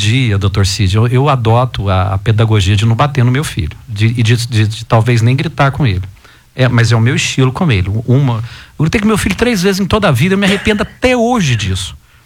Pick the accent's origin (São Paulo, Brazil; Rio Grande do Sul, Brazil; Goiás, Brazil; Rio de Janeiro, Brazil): Goiás, Brazil; Goiânia; eu cresci aqui em Goiânia no Jardim América